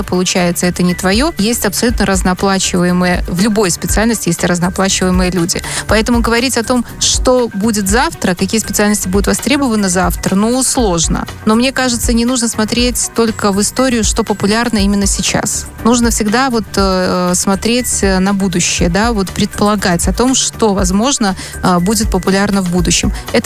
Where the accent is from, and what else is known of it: Belarus